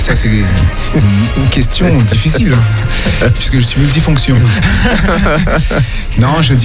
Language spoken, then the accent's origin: French; France; also born or lived in Guadeloupe; je viens déjà de la France. Mm-hmm. Je viens de la France et je suis d'origine Guadeloupe déjà. Mm-hmm. Et toute ma famille est en France d'ailleurs.